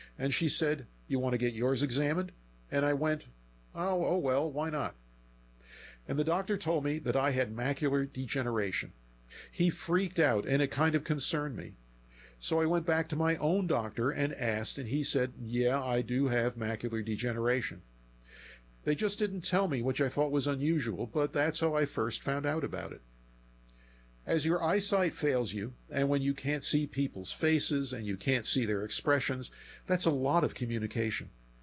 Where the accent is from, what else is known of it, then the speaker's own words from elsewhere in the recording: Kansas City, United States; Hi, this is … I'm from the Kansas City area.